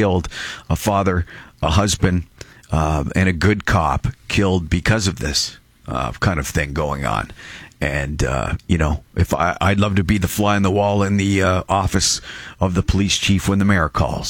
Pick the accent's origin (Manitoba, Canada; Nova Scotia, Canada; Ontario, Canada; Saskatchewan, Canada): Ontario, Canada; Brantford; also born or lived in Toronto; We're from Brantford, Ontario, so an hour down the road. But I did 10 years in Toronto. I went to college in Toronto.